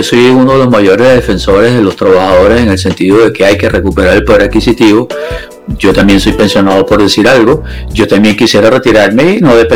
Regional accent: Venezuela

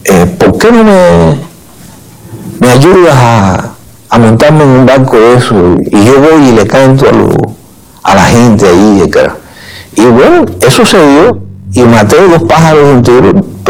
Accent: San Antonio de los Baños, Artemisa, Cuba; cuando atacaron las bases de aquí de La Habana, de San Antonio de los Baños, que es mi pueblo.

